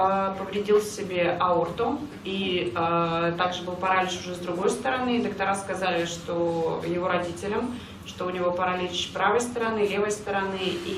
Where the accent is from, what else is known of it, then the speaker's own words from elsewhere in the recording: Salzburg, Austria; я из Зальцбурга, из Австрии.